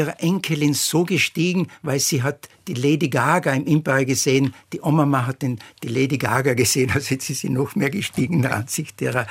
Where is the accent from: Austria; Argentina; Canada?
Austria; Carinthia; now in Vienna, Austria; Kärnten. Ich bin Kärntner.